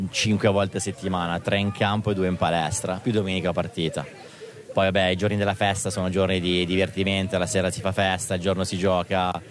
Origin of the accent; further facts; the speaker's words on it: Cernusco sul Naviglio, Lombardy, Italy; born there; siamo tutti giocatori che sono cresciuti qua a Cernusco, sia rugbisticamente che anche nell'Interland qua vicino